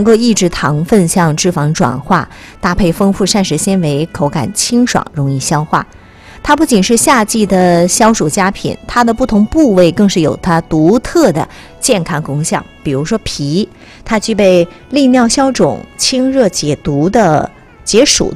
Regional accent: China; 我们中国人

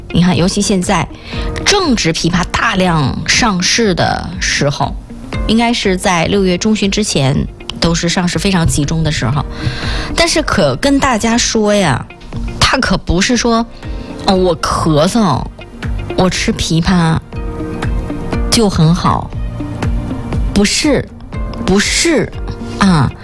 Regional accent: Northeast China, China

